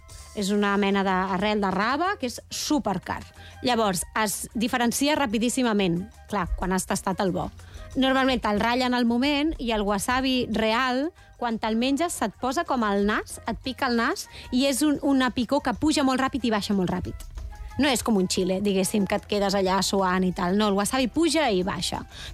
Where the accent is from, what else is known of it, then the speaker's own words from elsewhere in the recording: Catalonia, Spain; El cap de vall som catalans.